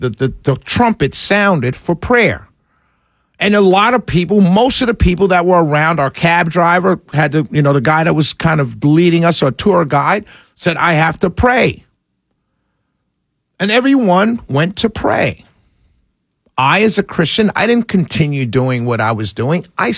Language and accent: English; New York City, New York, United States; born or raised there